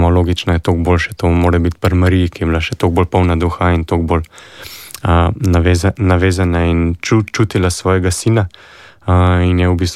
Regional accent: Ljubljana, Central Slovenia, Slovenia; ker sem iz Ljubljane in sem že prej večkrat bil gor

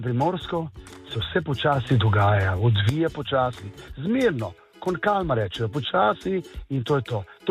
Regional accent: Lower Carniola, Slovenia; now in Slovenian Littoral, Slovenia; Jaz sem dolenc.

